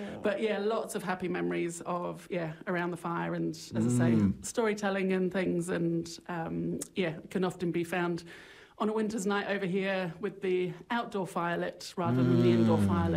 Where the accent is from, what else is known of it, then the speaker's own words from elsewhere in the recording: United Kingdom; From the UK, some people say it's obvious. Other people say that there's a bit of a Kiwi twang there now.